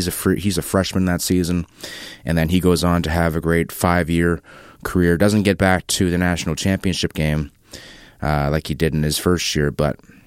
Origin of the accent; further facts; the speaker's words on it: Ottawa, Ontario, Canada; I'm from Ottawa.